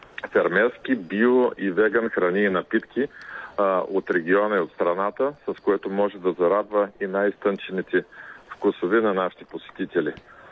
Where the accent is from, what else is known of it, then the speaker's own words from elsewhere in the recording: Troyan, Lovech Province, Bulgaria; защото моят роден град е град Троян